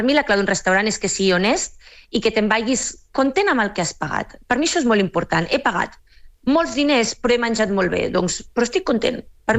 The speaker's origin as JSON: {"language": "Catalan", "town": "La Seu d'Urgell", "region": "Catalonia", "country": "Spain", "tie": "born or raised there", "moved": "as an adult", "lives_now": "Santa Susanna, Spain", "said": "jo no sóc del Maresme, vale? Jo sóc de la Seu d'Urgell. Llavors, jo he estat, vull dir, vaig passar tota la vida a la Seu d'Urgell, vacances a la Costa Brava, no havia estilat molt, eh? Lloret tampoc, i ara fa un parell o tres de mesos m'he mudat a Santa Susana"}